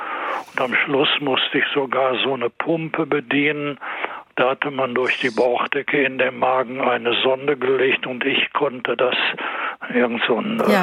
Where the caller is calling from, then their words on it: Paderborn, North Rhine-Westphalia, Germany; Ich rufe aus Paderborn an.